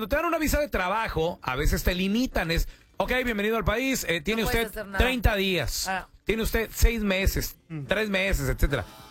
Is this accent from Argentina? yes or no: no; Mexico; Yo soy mexicano